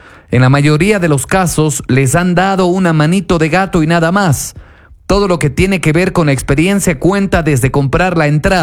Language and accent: Spanish; Cuenca, Azuay, Ecuador